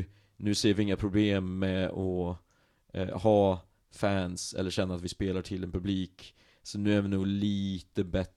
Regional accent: Arvika, Värmland, Sweden

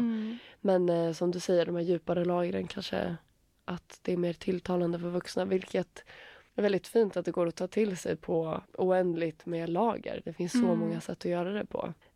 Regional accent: Finland; accent: Finland Swedish; Ursäkta min finlandssvenska.

